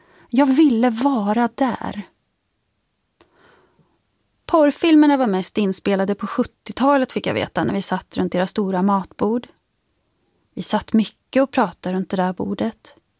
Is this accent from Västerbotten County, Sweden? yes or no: no; Katrineholm, Södermanland, Sweden; born there